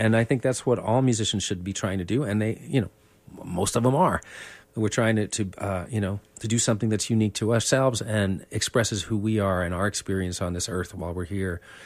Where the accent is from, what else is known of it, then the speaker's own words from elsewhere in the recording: New York City, New York, United States; I'm from Manhattan